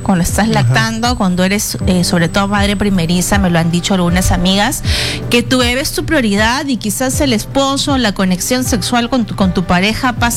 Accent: Peru; todos somos peruanos

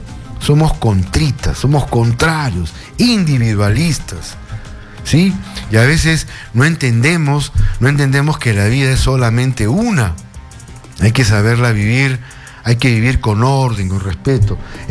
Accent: Peru; Así somos los peruanos

